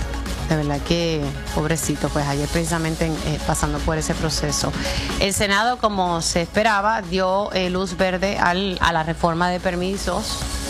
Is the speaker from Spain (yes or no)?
no; Utuado, Puerto Rico; Yo soy de Utuado. Yo soy de Utuado al lado de Lares, del barrio Ángeles.